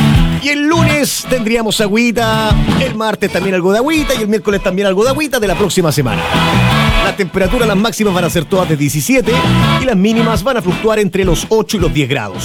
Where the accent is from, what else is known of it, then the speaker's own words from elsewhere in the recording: Concepción, Biobío, Chile; Somos hijos de Tropiconce